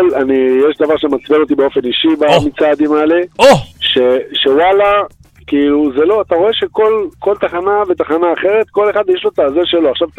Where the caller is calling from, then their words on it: Beit Shemesh, Jerusalem District, Israel; אני בבית שמש.